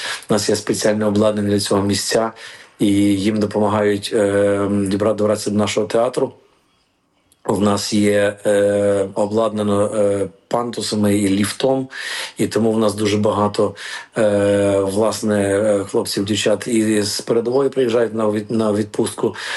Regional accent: Ivano-Frankivsk, Ivano-Frankivsk Oblast, Ukraine; Я не просто з Івано-Франківська, я з Івано-Франківська зараз, яке сьогодні має свій день народження.

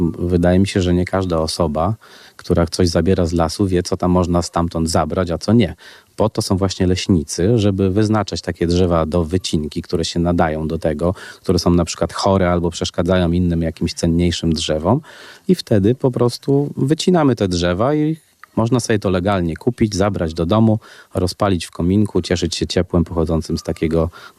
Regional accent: Szydłowiec, Masovian Voivodeship, Poland; byłem u dziadków w lesie, można powiedzieć, którzy mieszkali na mojej wiosce pod Szydłowcem. I tam spędzałem wakacje, ferie i od dziecka robiliśmy z bratem włóczyć się po lesie z dziadkami

